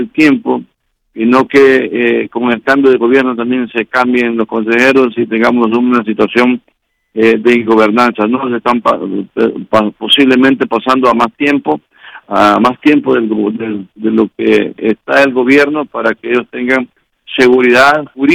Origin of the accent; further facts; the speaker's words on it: Honduras; la ENE es la institución del Estado que nosotros como hondureños tenemos que fortalecer